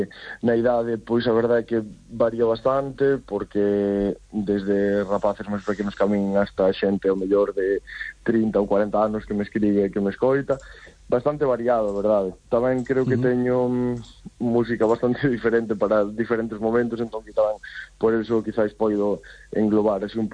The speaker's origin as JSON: {"language": "Galician", "region": "Galicia", "country": "Spain", "first_language": "Galician", "said": "Simplemente son galego, falo galego, a miña lingua é galego"}